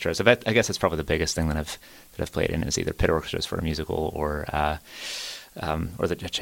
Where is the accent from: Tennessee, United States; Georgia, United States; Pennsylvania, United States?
Pennsylvania, United States; Pittsburgh; now in Dormont, United States; Brookline is the first area. I'm in Dormont now, but yeah.